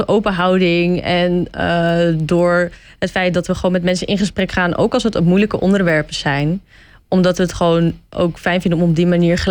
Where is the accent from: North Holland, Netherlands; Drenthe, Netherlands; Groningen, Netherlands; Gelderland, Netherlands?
North Holland, Netherlands; Alkmaar; Nou, ik kom eigenlijk uit Alkmaar, dus ik ben eigenlijk geïmporteerd.